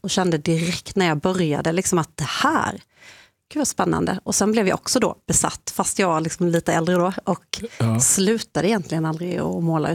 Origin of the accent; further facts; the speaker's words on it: Småland, Sweden; Jag kommer ju från Småland, i, liksom, uppvuxen i en familj som hållit på mycket så med metallindustri